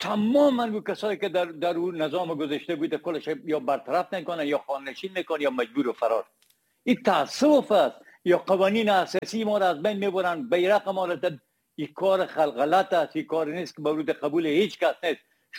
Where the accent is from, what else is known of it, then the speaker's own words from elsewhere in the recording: Herat, Afghanistan; من خود من که از هرات هستم